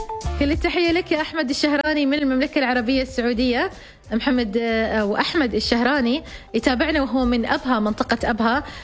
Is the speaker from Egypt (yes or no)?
no; Oman; نحن العمانيين والإماراتيين اللي نقول حادر وساند